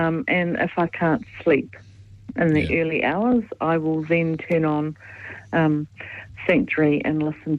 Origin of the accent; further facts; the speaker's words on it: Dunedin, Otago, New Zealand; now in Ashburton, New Zealand; Dunedin. Originally